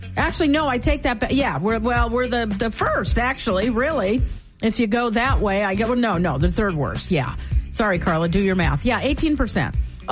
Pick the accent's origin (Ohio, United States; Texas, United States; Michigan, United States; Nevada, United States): Nevada, United States; Reno; Maybe it's Reno that's throwing it off. God, that could be. No, I'm not going to say that about my hometown.